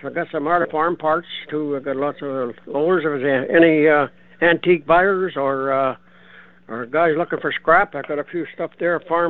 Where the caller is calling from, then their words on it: Manitoba, Canada; I'm calling from the cloudy, rainy Interlake.